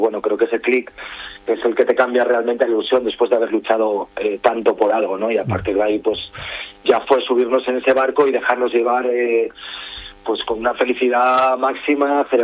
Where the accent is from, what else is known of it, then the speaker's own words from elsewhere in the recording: Asturias, Spain; al final somos asturianos y los sitios así nos encantan